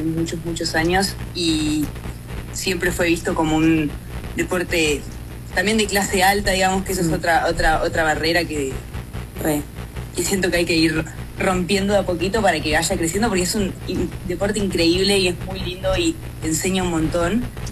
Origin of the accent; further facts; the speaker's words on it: San Martín de los Andes, Neuquén, Argentina; yo soy de San Martín de los Andes, nada, y me crié, ahí nací